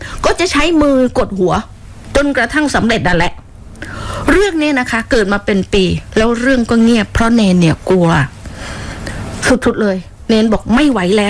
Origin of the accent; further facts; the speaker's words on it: Phuket, Thailand; born there; ดิฉันนี่เกิดมาเป็นคนภูเก็ตโดยกำเนิดนะเกิดถนนดีบุก